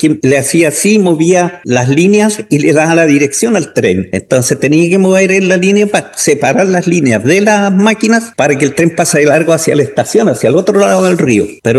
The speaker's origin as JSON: {"language": "Spanish", "town": "Los Lagos", "region": "Los Ríos", "country": "Chile", "tie": "born or raised there", "said": "yo soy nacido en Los Lagos, en la comuna de Los Lagos. Nací en el año 61, así que ya estoy a puertas de jubilarme."}